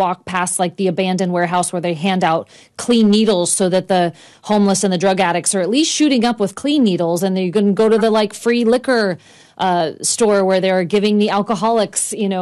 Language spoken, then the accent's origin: English; California, United States; I grew up more in the middle of the state